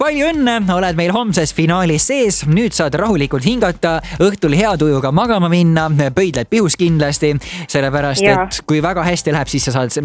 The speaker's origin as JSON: {"language": "Estonian", "town": "Jüri", "region": "Harju County", "country": "Estonia", "said": "Mina olen Jüri kandist pärit, nii et peaaegu nagu ühe küla inimesed oleme."}